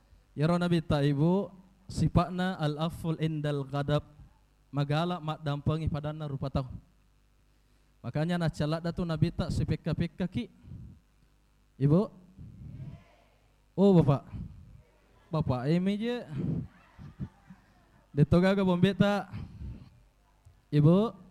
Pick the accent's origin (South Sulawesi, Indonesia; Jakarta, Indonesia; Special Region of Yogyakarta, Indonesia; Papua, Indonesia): South Sulawesi, Indonesia; Belawa; now in Pinrang, Indonesia; Saya ini Pak Ibu, saya asli orang Belawa. Sudah 15 tahun tinggal di Pinrang.